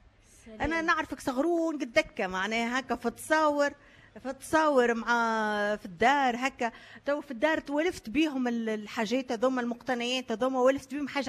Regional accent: Gafsa Governorate, Tunisia; جزء من الذاكرة متاعنا الجماعية لأهالي قفصة والمنجم

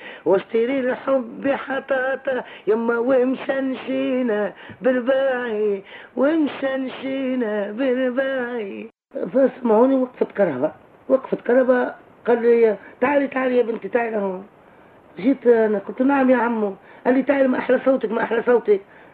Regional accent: Tunis, Tunis Governorate, Tunisia; born there; also born or lived in Beirut / Bizerte; كيف جينا احنا من بيروت؟ جينا بنزرت، حطت الباخرة حطت بينا في بنزرت، فمن غديك جينا سكنت بحت الإذاعة في نهج أثينا.

